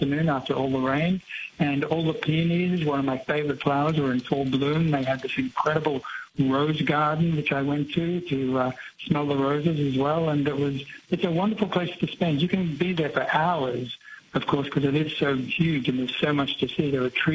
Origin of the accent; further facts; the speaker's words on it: Australia; moved away as an adult; now in New York City, United States; Being an Aussie, the first step for me to move to this country. I came here actually when I was 19 as an architecture student and fell in love with New York.